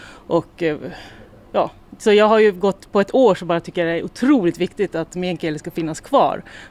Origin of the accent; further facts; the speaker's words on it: Gällivare, Norrbotten County, Sweden; also born or lived in Kiruna; now in Stockholm, Sweden; Ja, men jag är född och uppvuxen i Gällivare, har bott i Kiruna en massa år och just nu så fördelar jag min tid mellan Stockholm och Skaulo.